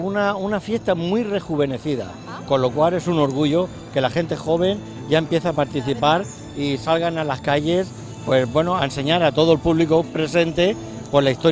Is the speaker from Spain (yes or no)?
yes; Cartagena, Region of Murcia, Spain; yo vengo desde Cartagena.